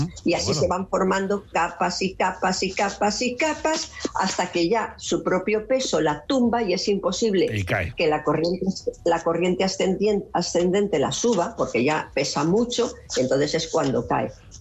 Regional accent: Spain; yo personalmente, soy de la Ribera del Ebro

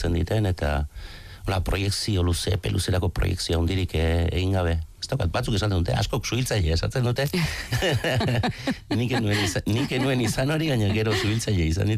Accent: Alkiza, Basque Country, Spain; Alkizan jaioa naiz, eta Alkizako festak ziren, musika elkarrekin entzuten genuen lekua, eta txikitako musika hori da, hori batez ere triketisa, herriko festetako triketisa.

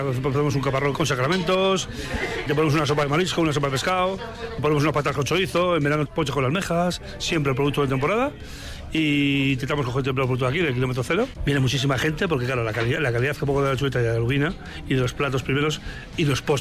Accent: Basque Country, Spain

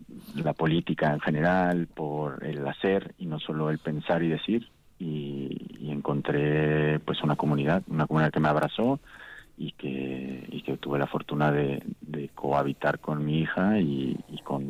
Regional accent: Mexico; moved away as an adult; now in Vitoria, Spain; Yo llegué de México, yo soy originario de México

